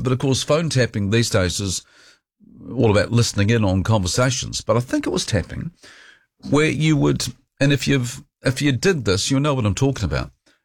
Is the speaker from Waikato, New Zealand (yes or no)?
no; Dunedin, Otago, New Zealand; might have been growing up in Dunedin in the 1970s when I was, and would go into the phone box in the Octagon and tap to get a free call